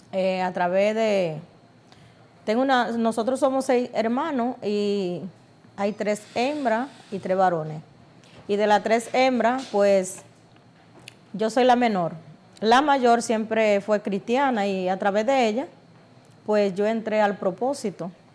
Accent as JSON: {"language": "Spanish", "town": "Herrera", "region": "Santo Domingo", "country": "Dominican Republic", "said": "Bueno, venimos del sector de Herrera."}